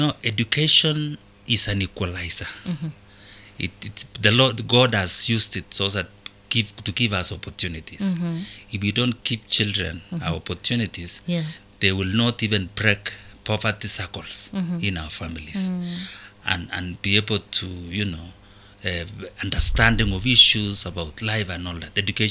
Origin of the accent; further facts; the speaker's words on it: Kenya; born there; I was born in Kenya.